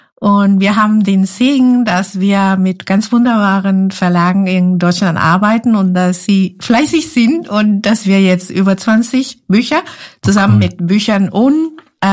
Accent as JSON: {"language": "German", "country": "Guatemala", "first_language": "Spanish", "second_language": "German", "moved": "yes", "lives_now": "Germany", "said": "Ich bin ja aus Guatemala und meine Muttersprache ist Spanisch."}